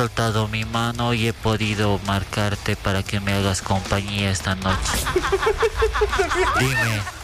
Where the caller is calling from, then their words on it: La Paz, Bolivia; Te escucho desde Pampajasi